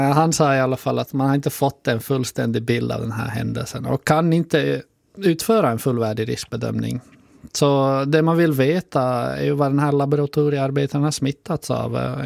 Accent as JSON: {"language": "Swedish", "country": "Finland", "said": "som finne själv"}